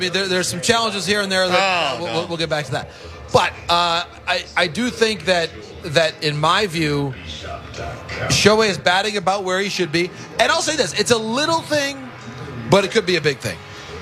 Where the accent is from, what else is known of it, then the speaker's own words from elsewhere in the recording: Midwest, United States; now in Southern California, United States; I say as a Midwesterner who on many a New Year's Day has woken up in my snowy climb